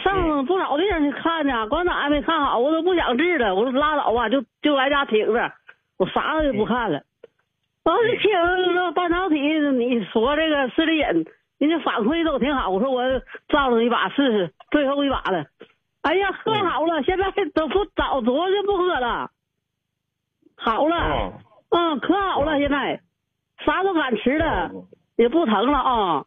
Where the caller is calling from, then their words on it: Xinmin, Liaoning, China; 我是新民的。